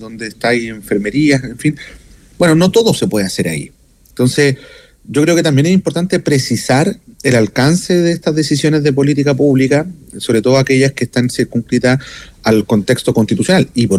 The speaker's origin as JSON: {"language": "Spanish", "region": "Valparaíso", "country": "Chile", "said": "en mi ciudad, pues, yo soy porteño"}